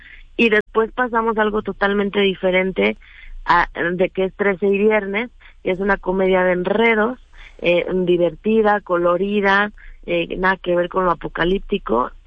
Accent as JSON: {"language": "Spanish", "town": "Guadalajara", "region": "Jalisco", "country": "Mexico", "said": "Sí, venimos de Guadalajara."}